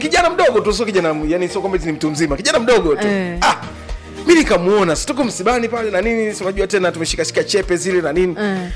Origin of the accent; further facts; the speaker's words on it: Makete, Njombe, Tanzania; moved away; Nilikuwa niko nyumbani Makete pale.